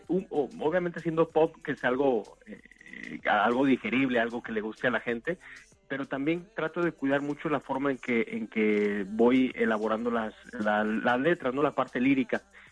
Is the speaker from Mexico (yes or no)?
yes; Guadalajara, Jalisco, Mexico; also born or lived in Mexico City; yo soy de Guadalajara. Nací en la capital del país, nací en la Ciudad de México. Sin embargo, mucha parte de mi vida, más bien toda, ¿no?, desde bebé prácticamente estoy en Guadalajara.